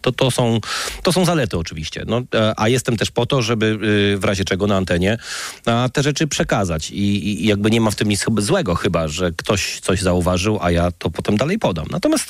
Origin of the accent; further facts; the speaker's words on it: Wrocław, Lower Silesian Voivodeship, Poland; We Wrocławiu z racji urodzenia na początku lat 80. wychowywałem się po pierwsze w kulcie koszykarskiego Śląska